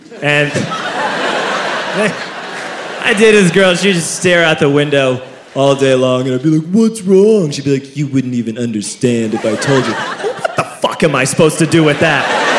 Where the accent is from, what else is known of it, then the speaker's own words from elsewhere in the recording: Ireland; You know, I am Irish, and Irish people, they don't tell you a thing.